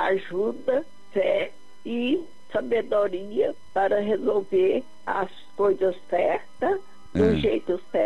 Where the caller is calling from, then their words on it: Guimarães, Minas Gerais, Brazil; Sou de Guimarães, Minas Gerais.